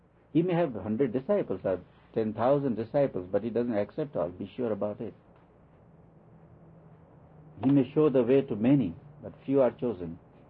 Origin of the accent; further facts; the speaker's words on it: India; now in United States; Not because I'm Indian. I think I'm as good an Indian as I'm good American. I think so. 50-50 at least.